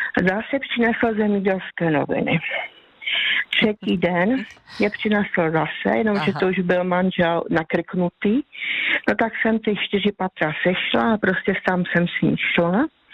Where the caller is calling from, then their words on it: Karviná District, Moravian-Silesian Region, Czechia; jsem z Karvinska.